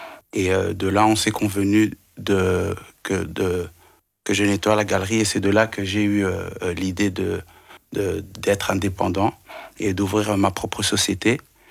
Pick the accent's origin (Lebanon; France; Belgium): Belgium; vu que je suis belge.